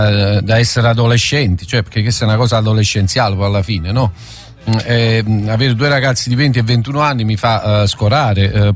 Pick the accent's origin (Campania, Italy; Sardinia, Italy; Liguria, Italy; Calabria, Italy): Campania, Italy; Naples; born there; Ma penso perché sono nato a Napoli